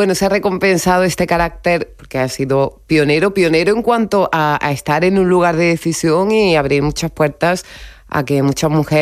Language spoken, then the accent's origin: Spanish; Montemayor, Andalusia, Spain; yo que también soy de pueblo, que soy de Montemayor, me acuerdo por edad